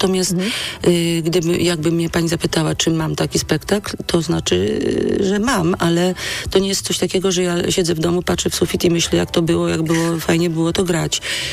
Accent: Silesian Voivodeship, Poland; bo jestem Ślązaczką.

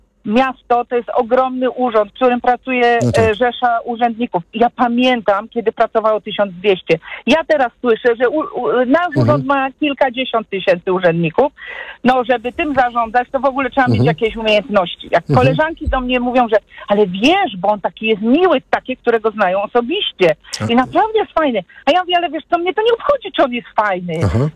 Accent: Kraków, Lesser Poland, Poland; Ja jestem krakowianką

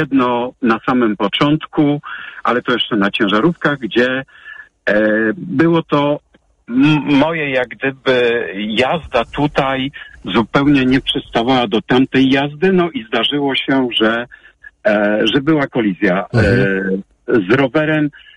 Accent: Poznań, Greater Poland Voivodeship, Poland; bo jestem z Poznania

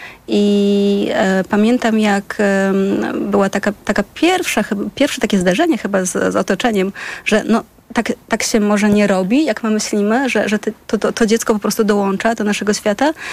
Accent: Janowiec, Lublin Voivodeship, Poland; Wychowałam się na wsi, w Janowcu nad Wisłą, w takiej małej miejscowości na Lubelszczyźnie, naprzeciwko Kazimierza Dolnego.

